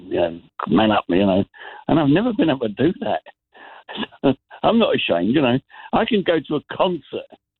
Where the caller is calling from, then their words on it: Dundee, Scotland, United Kingdom; I'm finally from Dundee.